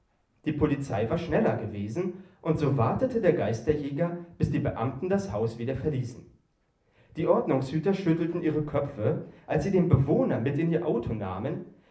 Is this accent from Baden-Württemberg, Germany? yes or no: no; Erfurt, Thuringia, Germany; also born or lived in Greifswald; Ich komme ja eigentlich aus Erfurt und war früher mal hier in Greifswald.